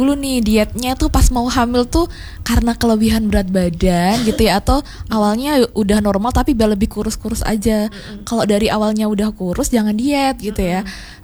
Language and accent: Indonesian; Trenggalek, East Java, Indonesia; Karena saya dari Trenggalek kebetulan.